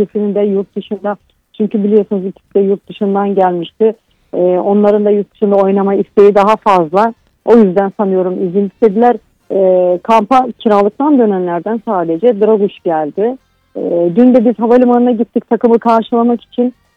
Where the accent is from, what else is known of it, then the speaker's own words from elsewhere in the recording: Tonya, Trabzon, Turkey; benim köyüme çok benziyor. Tonya Melikşah Köyü, Trabzon'un Tonya Melikşah Köyü